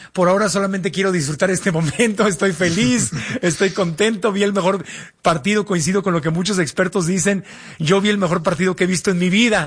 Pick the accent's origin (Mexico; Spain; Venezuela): Mexico; Es lo único que yo creo como mexicano, no quiero ver, no queremos ver. Queremos ver un México sólido